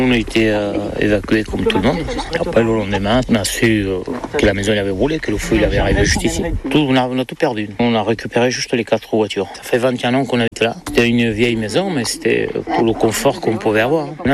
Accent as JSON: {"language": "French", "country": "Portugal", "said": "On est portugais, hein, on est à Salonçon."}